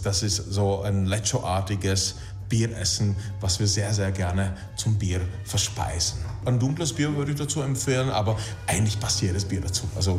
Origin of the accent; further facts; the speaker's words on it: Lomnice nad Popelkou, Liberec Region, Czechia; also born or lived in Turnov; Ich bin keine 14 Kilometer von hier aufgewachsen und keine 7 Kilometer in der Tat von hier geboren in Turnov, aufgewachsen in Lomnica nad Popelkou.